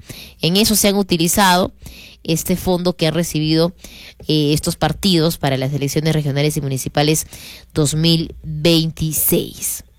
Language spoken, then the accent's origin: Spanish; Arequipa, Peru